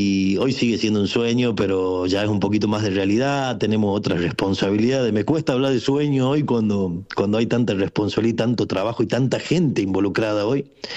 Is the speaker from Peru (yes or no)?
no; Tucumán, Argentina; now in Córdoba, Argentina; yo me siento un cordobés más, vivo hace 20 años acá, pero soy tucumano como habla, como mi tonada manda.